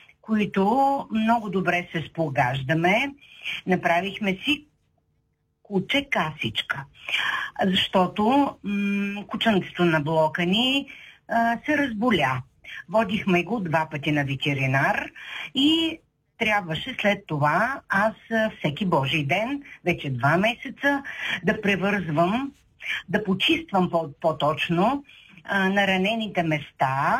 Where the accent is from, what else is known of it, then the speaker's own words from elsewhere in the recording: Shumen, Shumen Province, Bulgaria; от Шумен.